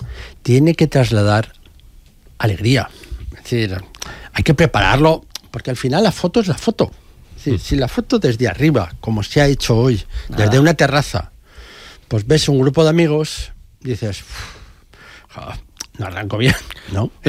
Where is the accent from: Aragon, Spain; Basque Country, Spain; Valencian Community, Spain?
Valencian Community, Spain; Yo soy valenciano de pura cepa, lo cual es ser alicantino, castellonense y valenciano.